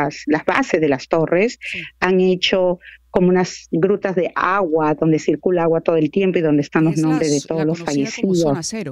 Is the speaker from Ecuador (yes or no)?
no; Peru; como peruana me siento también profundamente por la pérdida de nuestros compatriotas.